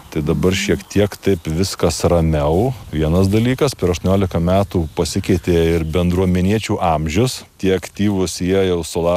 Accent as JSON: {"language": "Lithuanian", "region": "Dzūkija", "country": "Lithuania", "said": "Juokauju, kad čia gyvena priedzūkiai, nes aš esu dzūkas, o kas prie manęs gyvena, tai jie yra prie manęs, tai priedzūkiai."}